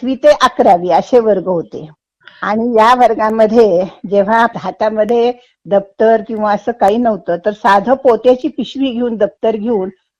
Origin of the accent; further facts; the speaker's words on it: Charegaon, Maharashtra, India; माझं बालपण शेतकरी कुटुंबात कराड तालुक्यातल्या चरेगाव या खेडेगावामध्ये जन्म झाला.